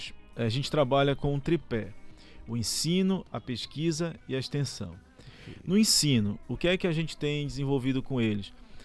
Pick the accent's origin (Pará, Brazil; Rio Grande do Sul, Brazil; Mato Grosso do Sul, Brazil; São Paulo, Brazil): Pará, Brazil; Cametá; now in Belém, Brazil; Eu sou ribeirinho. Eu sou da cidade natural, eu sou natural de Cametá.